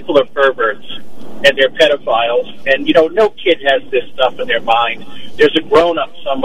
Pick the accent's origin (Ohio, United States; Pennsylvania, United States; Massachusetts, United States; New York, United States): Massachusetts, United States; born or raised there